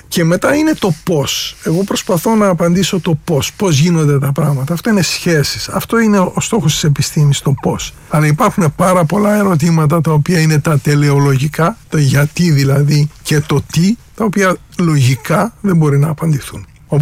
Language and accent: Greek; Greece; moved away as an adult; now in France